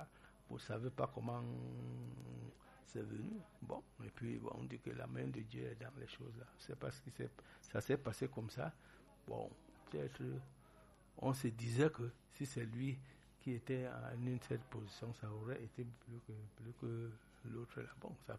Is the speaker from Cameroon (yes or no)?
yes; Cameroon; Nous sommes tous des Camerounais.